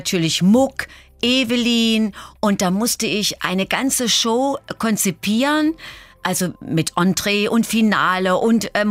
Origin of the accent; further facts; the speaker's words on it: Thuringia, Germany; accent: Thüringer Dialekt; Und ich habe ja immer noch diesen Thüringer Dialekt. Nicht mehr so extrem.